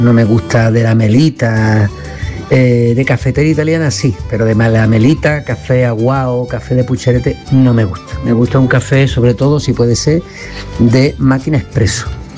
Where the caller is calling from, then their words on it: Cádiz, Andalusia, Spain; Hola, buenas tardes. … de Cádiz.